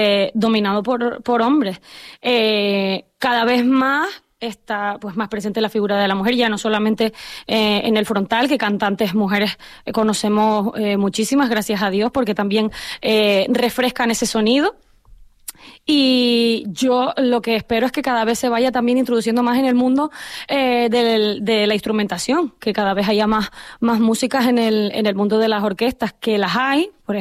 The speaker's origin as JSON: {"language": "Spanish", "town": "Tijarafe", "region": "Canary Islands", "country": "Spain", "said": "yo soy del municipio de Tijarafe, en La Palma"}